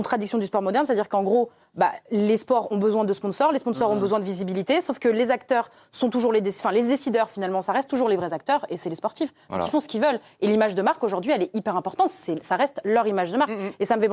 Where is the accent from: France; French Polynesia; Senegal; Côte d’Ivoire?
Côte d’Ivoire